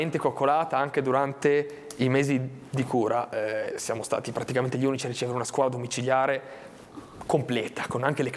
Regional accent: Albenga, Liguria, Italy; E prima il nostro comune di Albenga, noi siamo di Albenga

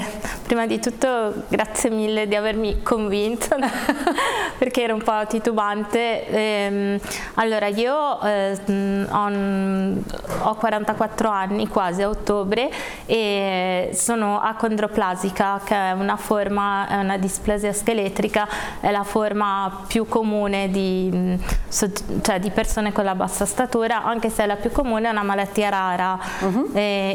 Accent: Genoa, Liguria, Italy; Io sono di Genova, quindi ho la fortuna di avere il Gaslini a due passi

